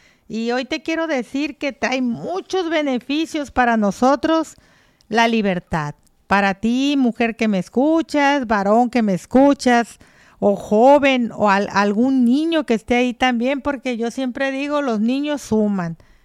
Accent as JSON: {"language": "Spanish", "town": "Culiacán", "region": "Sinaloa", "country": "Mexico", "said": "es bonito Culiacán, la gente es amable aquí, somos serviciales"}